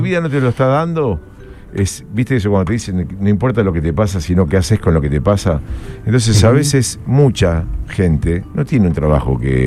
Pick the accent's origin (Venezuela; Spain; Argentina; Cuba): Argentina; yo amo mucho mi país, soy muy patriota.